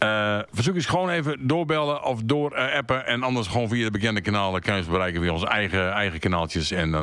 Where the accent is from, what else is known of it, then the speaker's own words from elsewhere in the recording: Germany; Hé, ik heb een plaat klaarstaan uit Duitsland. Ik ben dus groot geworden in Duitsland.